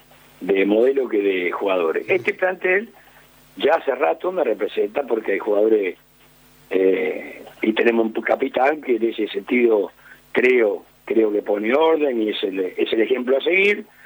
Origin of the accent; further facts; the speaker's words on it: Buenos Aires, Argentina; Yo soy acá de Saavedra, así que acá en el barrio está contento porque aparte ya debutó ganando